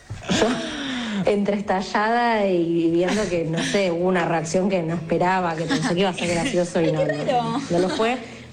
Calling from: Buenos Aires, Argentina; de Almagro.

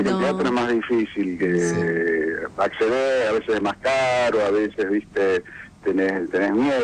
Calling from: Buenos Aires, Argentina; Estoy en Chacarita.

